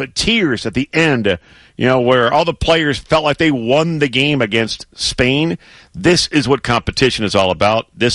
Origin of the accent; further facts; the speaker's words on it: Louisiana, United States; and then our guy Freddie's driving up to my home state of Louisiana right now.